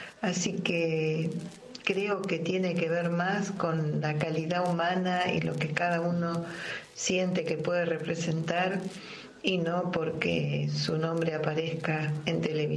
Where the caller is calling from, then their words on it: Devoto, Buenos Aires, Argentina; Les dejo un cariño muy grande.